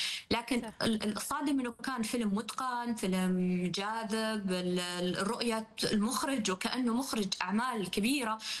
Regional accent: Saudi Arabia

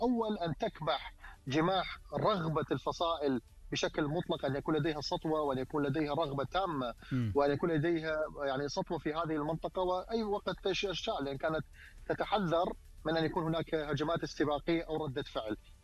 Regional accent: Iraq

